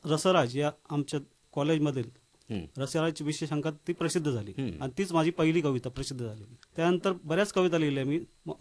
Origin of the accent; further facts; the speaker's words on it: Naringre, Maharashtra, India; moved away as an adult; now in Kankavli, India; गेली 20 वर्ष मी इथे कणकवलीमध्ये राहतोय. निमित्ताने बरीच वर्ष म्हणजे जन्मल्यापासून बरीच वर्ष मी नारिंगरेत राहतो, आमच्या गावातच.